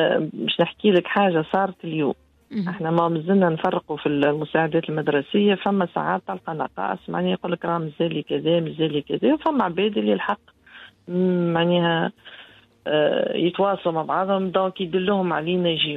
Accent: Tunisia; شوف تونس نقول لهم أنا راهو تونسي حنين وكريم

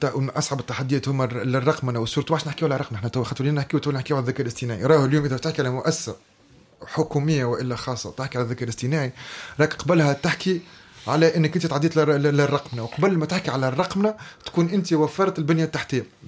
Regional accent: Tunisia; كمواطن تونسي

